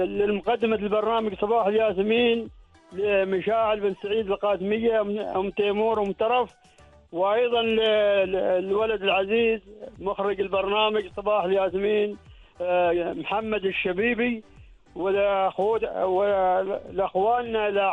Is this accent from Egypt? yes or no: no; Oman; عمان بلدنا عمان